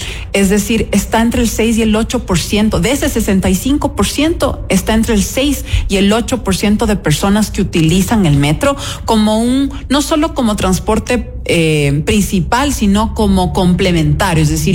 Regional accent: Quito, Pichincha, Ecuador; como quiteños y quiteñas

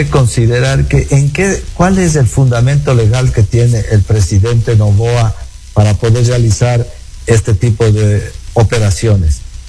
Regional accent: Ecuador

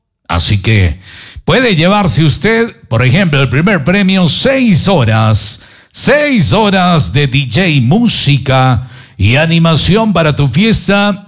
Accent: Ecuador; aguardiente de mi tierra, el Ecuador.

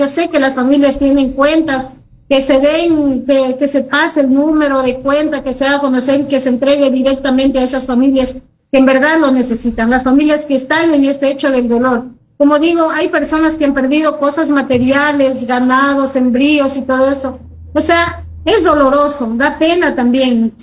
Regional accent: Zamora-Chinchipe, Ecuador; como hermanos zamoranos, como hermanos ecuatorianos

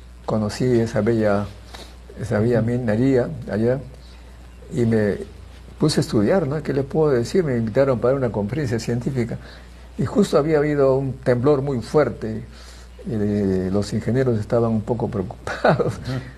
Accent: Salpo, La Libertad, Peru; moved away; en Salpo, mi pueblo

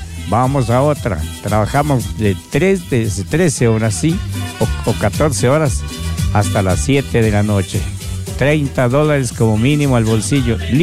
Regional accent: Ecuador; lo que tiene nuestro cantón y lo que tiene nuestro hermoso país de Ecuador.

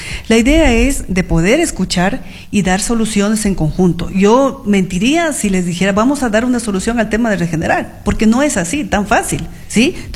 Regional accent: Loja, Ecuador; lo que tiene nuestra tierra, lo que tiene Loja

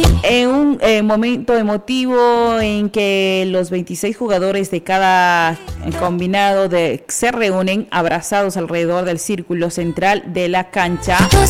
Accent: Ecuador

